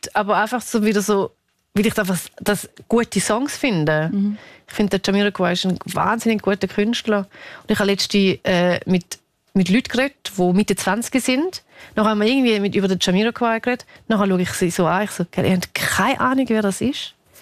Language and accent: German; Niederuzwil, St. Gallen, Switzerland; weil ich bin in Niederutzwil geboren und aufgewachsen.